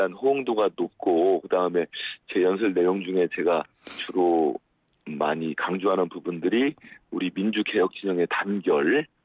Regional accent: North Jeolla, South Korea; 저도 전북 출신입니다만은

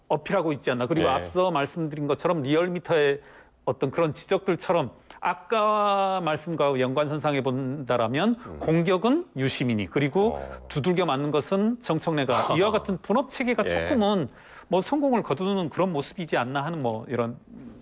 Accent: Honam, South Korea; 저 역시 이제 뭐 호남 출신이긴 합니다만은

